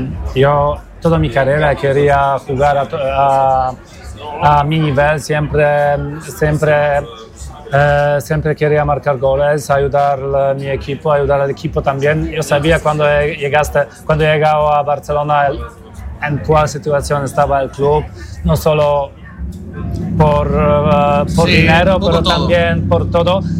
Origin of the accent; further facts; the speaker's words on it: Poland; Spanish is a second language; yo soy polaco, soy de Polonia